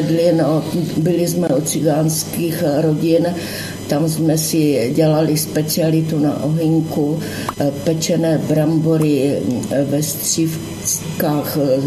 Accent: Hanušovice, Olomouc Region, Czechia; born there; also born or lived in Hranice; v těch Hanušovicích tam jsme opravdu měli kruté chvíle

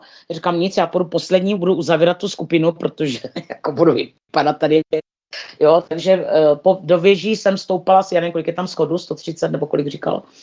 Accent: Moravia, Czechia; My jsme z Moravy.

